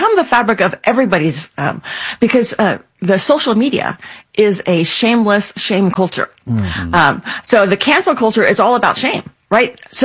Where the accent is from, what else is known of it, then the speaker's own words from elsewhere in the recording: Texas, United States; Yeah, so I'm born and raised in Texas. You can tell by nothing, right? You can tell only because I tell that to you. So my parents immigrated from Taiwan.